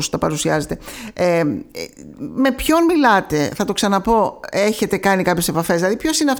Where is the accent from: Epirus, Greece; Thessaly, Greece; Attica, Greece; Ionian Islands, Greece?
Ionian Islands, Greece; Corfu; born there; ιδιαίτερα εδώ στην Κέρκυρα που είμαστε και νησί βέβαια